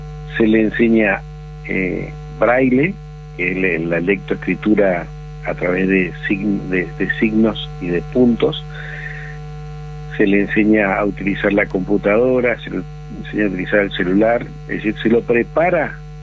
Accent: Mburucuyá, Corrientes, Argentina; de mi pueblo, en Brucuyá

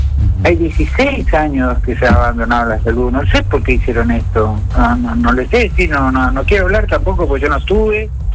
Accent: Misiones, Argentina; now in Chaco, Argentina; en realidad yo no soy chaqueño, yo soy misionero

